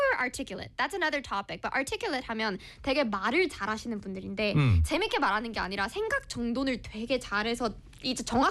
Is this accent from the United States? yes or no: no; South Korea; English is a second language; I was born in South Korea. 여기서 태어나서